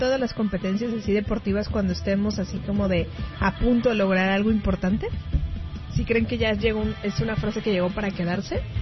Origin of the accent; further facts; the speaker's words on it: Guadalajara, Jalisco, Mexico; Pero soy de Guadalajara